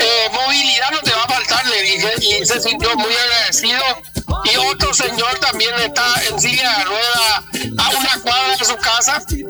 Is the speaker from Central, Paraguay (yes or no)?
no; Ciudad del Este, Alto Paraná, Paraguay; born there; Yo vine en Ciudad del Este bajo un árbol